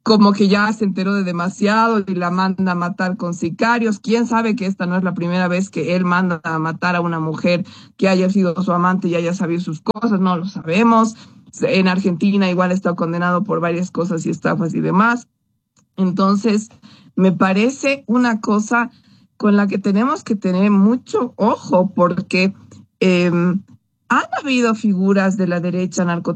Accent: Bolivia; aquí a Bolivia

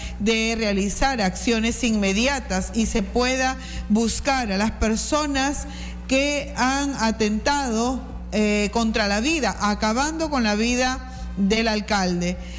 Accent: Piura, Peru; Eso es lo que pedimos los piuranos.

